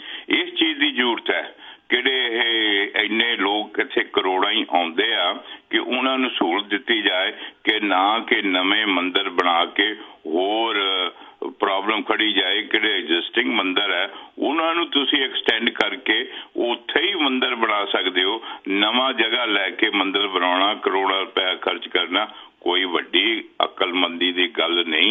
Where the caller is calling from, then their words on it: Hoshiarpur, Punjab, India; ਮੈਂ ਵੀ ਹੁਸ਼ਿਆਰਪੁਰ ਤੋਂ ਹਾਂ